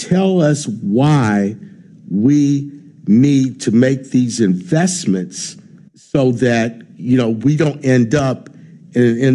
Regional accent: Ohio, United States; moved away; When I was growing up in Ohio in the 70s and in the early 80s

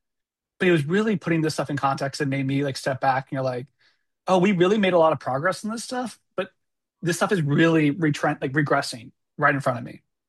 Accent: Iowa, United States; born there; And I saw in my hometown was a middle, you know what I mean, blue collar, white collar.

